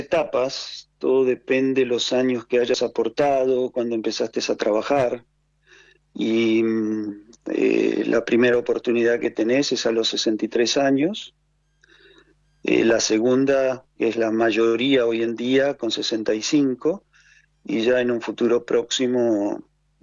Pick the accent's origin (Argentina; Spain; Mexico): Argentina; moved away as an adult; Por intermedio de la empresa, yo salí de la Argentina, nunca me terminé de ir, digamos.